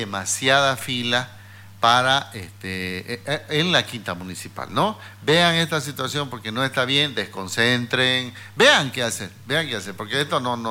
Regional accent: Santa Cruz de la Sierra, Santa Cruz, Bolivia; born there; Yo soy cruceño, camba, cruceño soy yo. Pues tengo de todo. Yo nací aquí. Nací a una cuadra y media de la Plaza 24 de Septiembre.

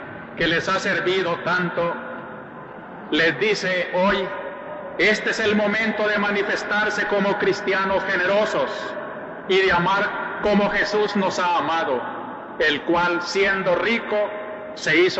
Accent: El Salvador; como pastor y como salvadoreño, hermano de todos los salvadoreños.

